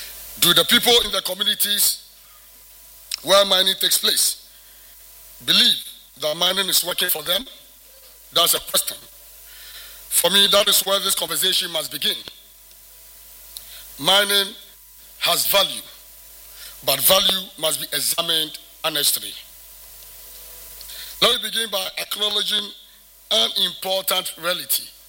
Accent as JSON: {"language": "English", "town": "Tarkwa", "region": "Western Region", "country": "Ghana", "said": "I come from Takwa, one of Ghana's historic mining areas."}